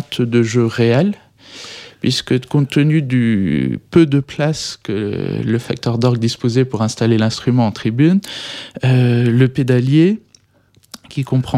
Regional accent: Brittany, France; je ne suis pas originaire de l'Octudie, mais d'une ville à côté de l'Esconil.

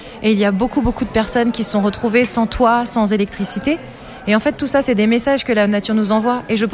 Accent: Brazil; Et oui, en effet, moi je suis brésilienne. Au Brésil, on a la forêt amazonienne qui brûle en fait de plus en plus.

